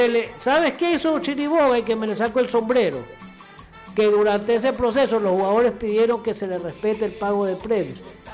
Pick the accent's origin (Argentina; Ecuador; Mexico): Ecuador; A mí como ecuatoriano